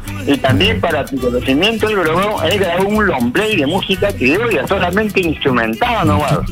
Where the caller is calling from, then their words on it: Trujillo, La Libertad, Peru; Buenos días … de Trujillo.